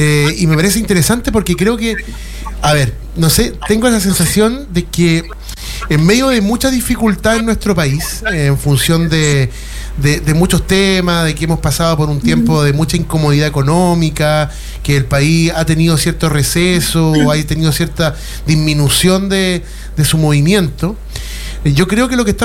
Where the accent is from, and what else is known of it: Chile